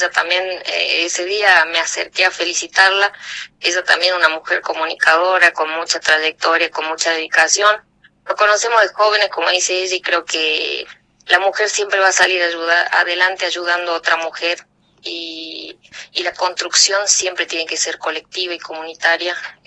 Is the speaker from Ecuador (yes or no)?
no; Santa Catalina, Jujuy, Argentina; como soy de Santa Catalina